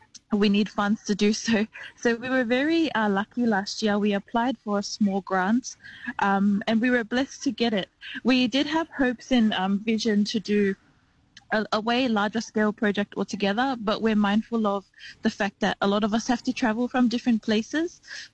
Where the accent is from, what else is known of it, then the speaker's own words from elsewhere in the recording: Sydney, New South Wales, Australia; also born or lived in Auckland, New Zealand; I was born in Auckland in Aotearoa, New Zealand, raised in Western Sydney, predominantly in the Blacktown area. I'm of Samoan heritage, representing the villages of Taufusi and Tapatapa'o in Samoa.